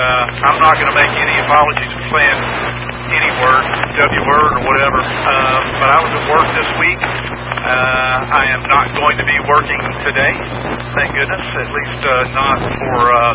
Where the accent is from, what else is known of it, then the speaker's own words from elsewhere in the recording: Knoxville, Tennessee, United States; born there; I was born in Knoxville. I was born at UT Hospital. So, go Vols. I like Tennessee. Tennessee is a beautiful place, especially East Tennessee. It's just beautiful